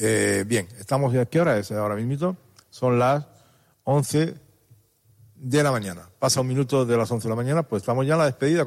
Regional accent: Canary Islands, Spain; Este es uno de los grandes problemas que tiene Canarias, como usted sabe perfectamente. Creo que somos los primeros de España en este tema de dependencia muy grande que tenemos para las pastillas

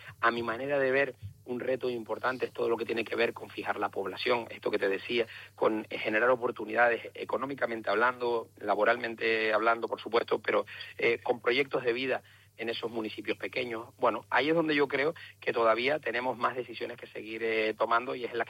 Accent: Canary Islands, Spain; ¿Cómo somos los canarios?

